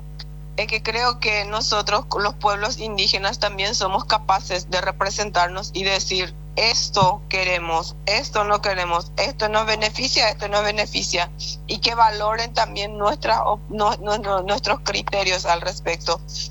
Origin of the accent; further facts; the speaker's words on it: Bahía Negra, Alto Paraguay, Paraguay; yo soy de la comunidad puertodiana, del distrito de Bahía Negra, soy del pueblo de Xir Chamacoco.